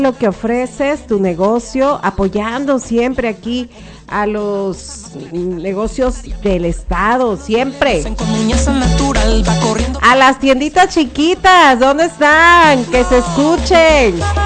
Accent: Mexico; así somos los mexicanos, no nos rajamos

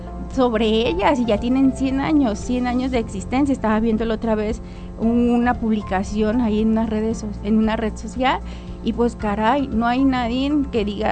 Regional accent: San José de Costilla, Jalisco, Mexico; now in Tepic, Mexico; Soy de San José de Costilla, municipio de Jalisco, y también mi familia es de por allá, de por el Cuarenteño.

